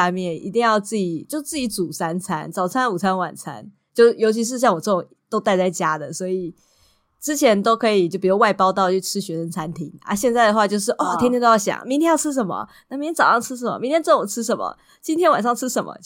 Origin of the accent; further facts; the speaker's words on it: Wulai, New Taipei, Taiwan; moved away as an adult; now in Finland; 就从小在乌来长大，我们就是一个很大的家庭。